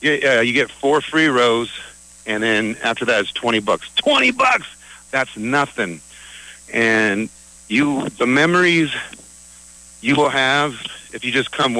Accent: California, United States; moved away as an adult; now in Pittsburgh, United States; I grew up in the Orange County coast. Grew up around Big Bear Lake, Lake Hemet, Silver Lake, Lake even Matthews, where my mom and dad live.

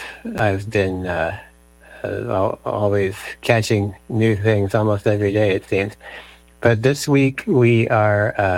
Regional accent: Atlanta, Georgia, United States; I'm from Atlanta originally in Georgia.

